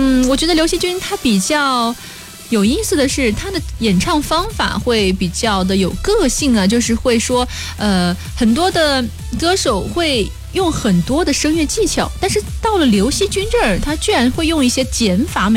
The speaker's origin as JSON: {"language": "Chinese", "region": "Guangdong", "country": "China", "said": "也是咱们广东人"}